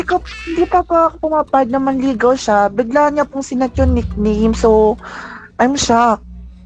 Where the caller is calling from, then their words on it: Batangas, Calabarzon, Philippines; po from Batangas ko